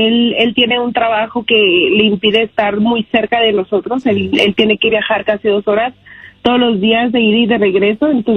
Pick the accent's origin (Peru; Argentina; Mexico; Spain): Mexico; Chihuahua; now in New Mexico, United States; localizada en Nuevo México y soy de Chihuahua.